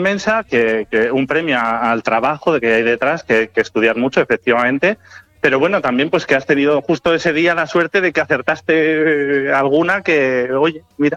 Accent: Soria, Castile and León, Spain; moved away as an adult; also born or lived in Valladolid / Basque Country; now in Burgos, Spain; soy de Soria, estudié en Valladolid, me fui fuera, es verdad, luego estuve en el País Vasco un tiempo y al final decidí que había que volver a la tierra, a Castilla, y Burgos me pareció una opción excelente

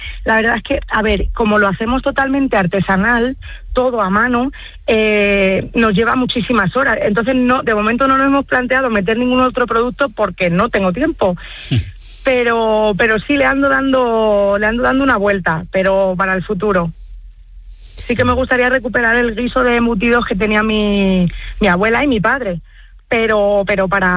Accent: Cervera, Spain; Sí, a ver, FADEMUR ha sido el yo poder salir de mi pueblo. Me han dado visibilidad en todos los aspectos. Te asesoran. Estoy súper agradecida. Yo sin FADEMUR no habría salido de Cervera.

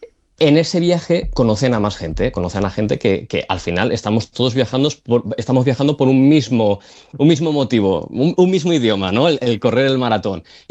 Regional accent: Valencia, Valencian Community, Spain; bueno, nosotros somos de Valencia, pero también organizamos viaje al maratón y al medio maratón de Valencia.

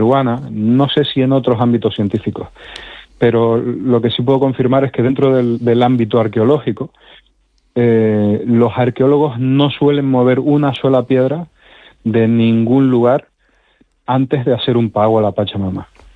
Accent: Canary Islands, Spain; soy canario, o sea que subimos y bajamos todos los días a las montañas. Las islas son muy, muy escarpadas y yo vivo en Tenerife

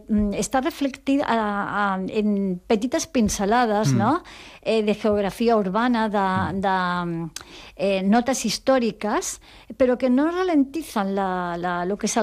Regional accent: Barcelona, Catalonia, Spain; perquè sóc de Barcelona

